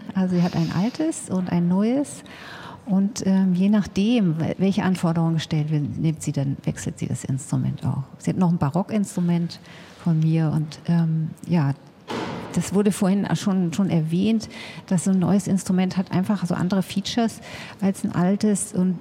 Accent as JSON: {"language": "German", "region": "Hamburg", "country": "Germany", "moved": "as an adult", "lives_now": "Mecklenburg, Germany", "said": "ich komme eigentlich aus Hamburg und habe da anfangs gearbeitet."}